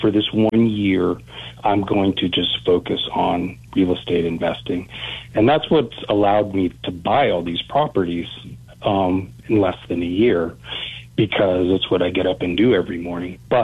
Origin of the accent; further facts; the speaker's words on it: Houston, Texas, United States; originally I grew up in Houston. I spent the first 18 years of my life in Houston